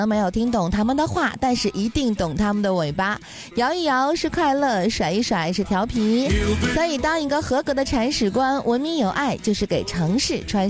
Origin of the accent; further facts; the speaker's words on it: Dalian, Liaoning, China; 91全新改版的都市之声呢，是我们大连人专属的城市声音地图。